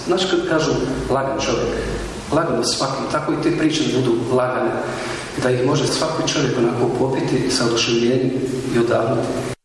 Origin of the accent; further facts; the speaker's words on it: Kozarac, Republika Srpska, Bosnia & Herzegovina; Ja sam iz Kozarca, inače, Kozarac je kod Prijedora, jednim Brđanima, i sad od tih Brđana postoji još sjever, pa se zovu Krčevina. E, tu sam ja rođen